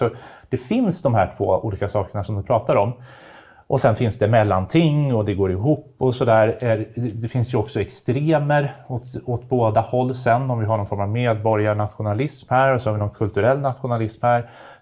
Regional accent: Sweden; vi att jag är svensk, det kommer alltid att trumfa över mina eventuella åsikter om ekonomi eller om skatte.

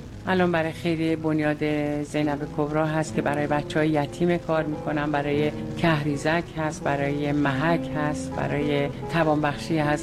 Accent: Iran; منم در مملکت خودم در وطن خودم موندم

